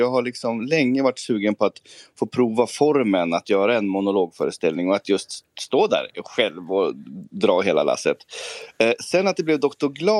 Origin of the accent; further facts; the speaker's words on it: Bollnäs, Gävleborg County, Sweden; moved away; då som ung teaterintresserad och musikintresserad person i Bollnäs